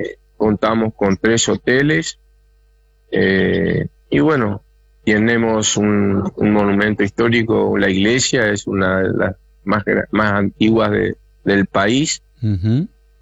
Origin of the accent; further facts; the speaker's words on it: Santa Lucía, Corrientes, Argentina; yo soy de Santa Lucía, o sea, es departamental.